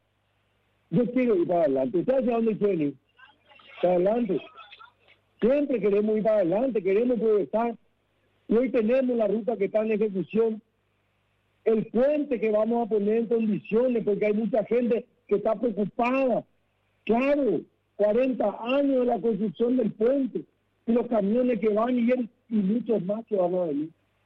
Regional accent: Paraguay; Mi querida Joaquina, como paraguayo, decirle al pueblo de Arenú que tanto ha sufrido

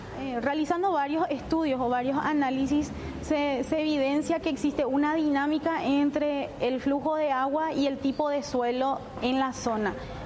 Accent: Presidente Hayes, Paraguay; vengo del departamento de Presidente Hayes

